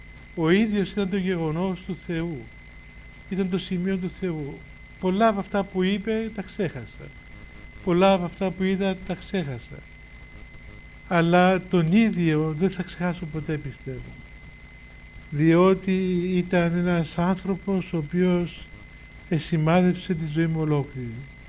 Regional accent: Cyprus; moved away as an adult; also born or lived in Mount Athos; εγώ ήμουν από την Κύπρο και ήταν πολύ κρύο εκεί που μέναμε.

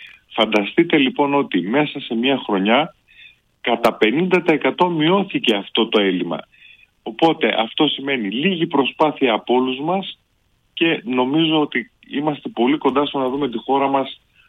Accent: Kilkis, Central Macedonia, Greece; λέγοντας ότι είμαι από το Κιλκής, μια όμορη πόλη της Θεσσαλονίκης

